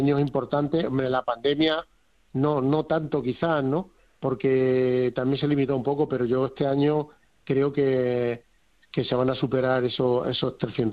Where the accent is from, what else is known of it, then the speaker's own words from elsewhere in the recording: Guadalupe, Extremadura, Spain; Ya no solo por las personas que somos de Guadalupe, que queremos a Guadalupe, sino un poco por lo que representa, ¿no?